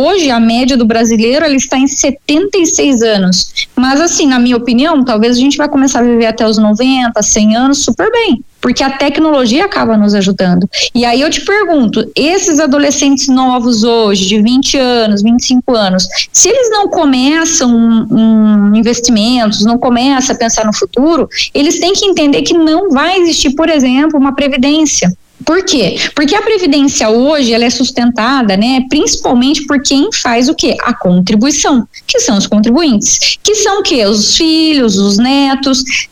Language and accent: Portuguese; Brazil; Então, por que que eu, por exemplo, como brasileira, né?